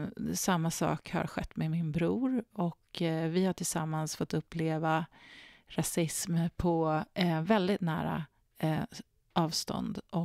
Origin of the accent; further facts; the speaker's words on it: Nacka, Stockholm County, Sweden; also born or lived in Gustavsberg; Och vi hade en del jugoslaver också som bodde i det här området i Nacka där jag växte upp.